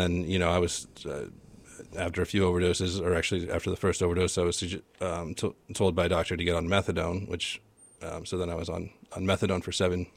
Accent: Waterbury, Vermont, United States; Yes, I grew up in Waterbury, Vermont.

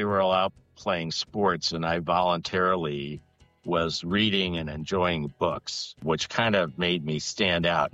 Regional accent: Indianapolis, Indiana, United States; born there; So I was born in Indianapolis, Indiana in the 60s, but it felt like it was still in the 50s.

